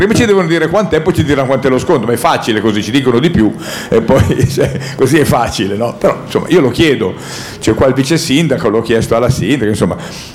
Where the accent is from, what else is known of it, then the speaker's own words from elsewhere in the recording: Lombardy, Italy; also born or lived in Ligurian hinterland; io da Foresto, perché io vengo dall'entroterra ligure, sono lombardo